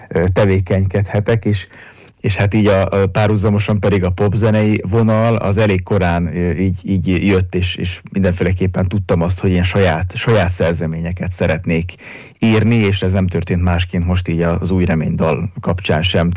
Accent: Felvidék, Slovakia; moved away; felvidéki származású vagyok

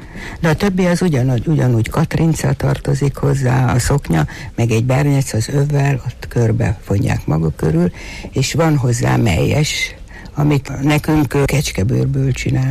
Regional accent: Hungary; és nagyon megtetszett nekem az őszinte szeretetük, meg az, hogy igazán magyar vagyok

